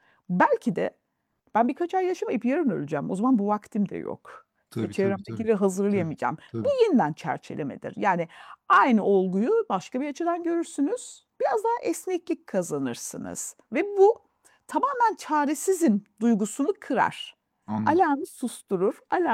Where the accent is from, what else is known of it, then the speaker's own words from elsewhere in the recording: Hatay, Turkey; Hataylıyım ben. Yani bir yandan da bir depremzedeyim.